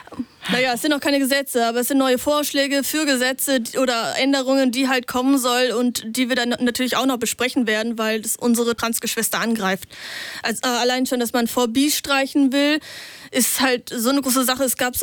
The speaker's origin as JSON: {"language": "German", "region": "Lower Saxony", "country": "Germany", "said": "Nee, ich komme tatsächlich aus Niedersachsen."}